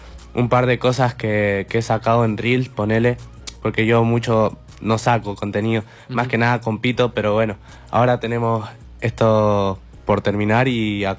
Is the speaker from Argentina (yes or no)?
yes; Mendoza, Argentina; yo soy del este de Mendoza